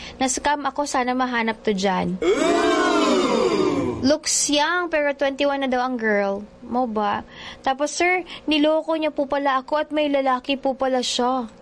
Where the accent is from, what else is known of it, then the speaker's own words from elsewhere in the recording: Western Visayas, Philippines; Sa FB ko lang siya nakilala, sir, pero taga Antique po ako. Taga Malaybalay Bukid nun po.